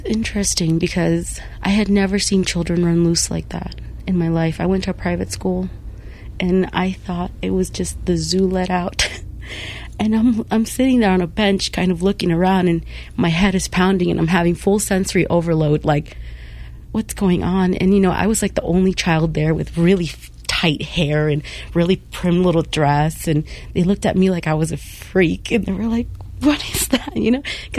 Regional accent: California, United States; where I grew up in California, ESL kids don't actually learn English.

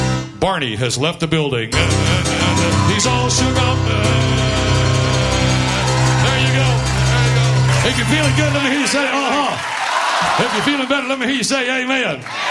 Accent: South Carolina, United States; moved away; I was back in my home state of South Carolina once again

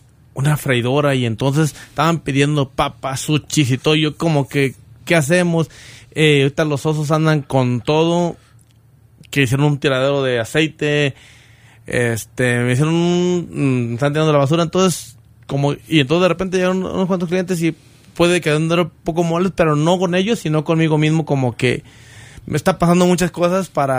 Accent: Jalisco, Mexico; moved away; Mi pueblo querido.

